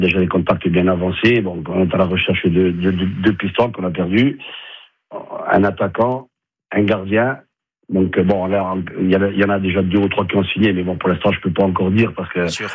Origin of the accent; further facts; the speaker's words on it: Corsica, France; chez nous, en Corse